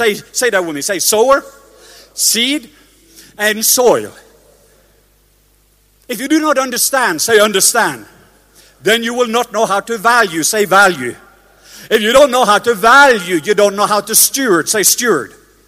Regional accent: Norway; moved away; he's actually going to go to Norway on Wednesday to my home country.

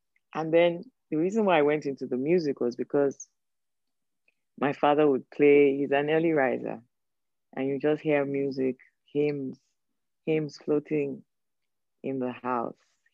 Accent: Lagos, Nigeria; it was a microcosm of Nigeria, people from everywhere

